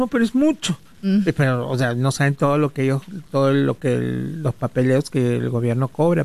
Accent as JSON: {"language": "Spanish", "country": "Peru", "moved": "yes", "lives_now": "Utah, United States", "said": "me siento orgulloso porque son peruanas también"}